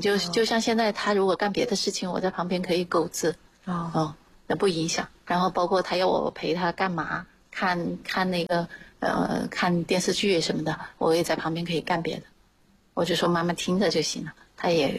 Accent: Hunan, China; moved away as an adult; now in Shenzhen, China; 我老家湖南的，因为是毕业了之后就直接来深圳了。当时是想的来深圳干2年就回去的，后来就在深圳安家落户了。就一直待在这里。

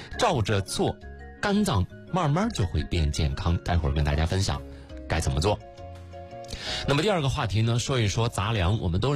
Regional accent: Xuzhou, Jiangsu, China; 因为咱们徐州人也很喜欢吃火锅，是吧？

